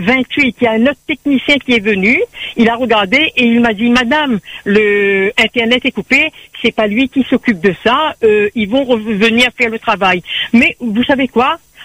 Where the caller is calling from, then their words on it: Saint-Denis, Réunion; C'est pas Saint-Joseph, hein, je suis sur Saint-Denis.